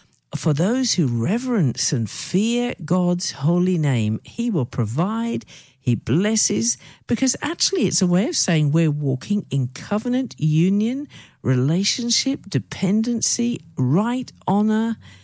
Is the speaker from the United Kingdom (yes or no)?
yes; United Kingdom; I remember growing up in the United Kingdom, I might have mentioned this before, huge impact on me.